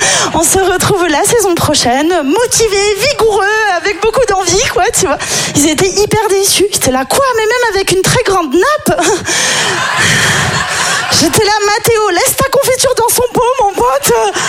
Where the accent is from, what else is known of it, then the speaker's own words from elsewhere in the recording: Nice, Provence-Alpes-Côte d'Azur, France; moi, je suis niçoise, donc c'est littéralement mes deux activités préférées, quoi, dans la vie.